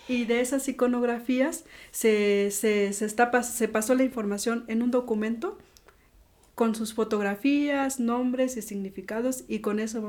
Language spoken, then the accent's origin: Spanish; Chiapas, Mexico; Bueno, actualmente somos 260 mujeres de los Altos de Chiapas.